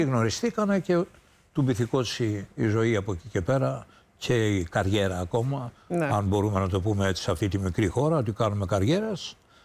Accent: Chaidari, Attica, Greece; also born or lived in Egaleo; Εγώ γεννήθηκα στο Εγάλαιο και πολύ μικρός, περίπου τα 3 με 3,5 μου χρόνια, μετακόμισε η οικογένειά μου στο Χαϊδάρι και άρα είμαι μεγάλος από το Χαϊδάρι.

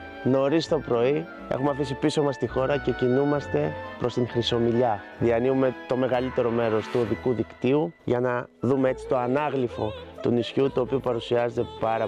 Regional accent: Skopelos, Thessaly, Greece; Γιατί και εγώ μεγάλωσα σε χωριό στη Σκόπελο

